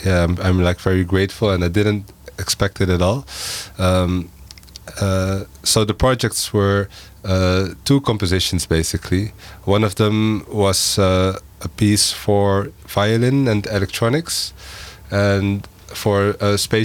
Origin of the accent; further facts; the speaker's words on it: Utrecht, Netherlands; I'm from Utrecht.